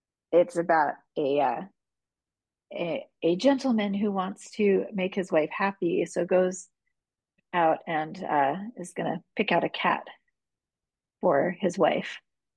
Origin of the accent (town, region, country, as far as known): Hudson, New York, United States